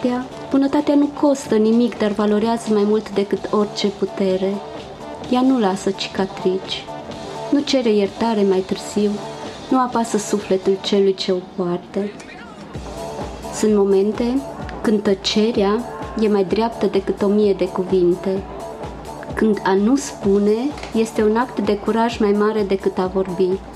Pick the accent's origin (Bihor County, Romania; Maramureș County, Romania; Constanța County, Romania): Maramureș County, Romania; accent: Maramureș; vin de la Maramureș, am un pic accentul de Maramureș